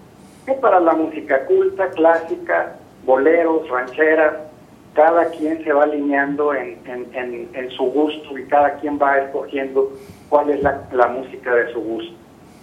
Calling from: Sombrerete, Zacatecas, Mexico; de Sombrerete.

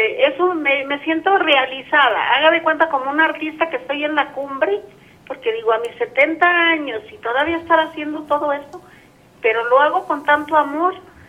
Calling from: San Pedro Piedra Gorda, Zacatecas, Mexico; de San Pedro Piedra Gorda, pero vivo en Zacatecas.

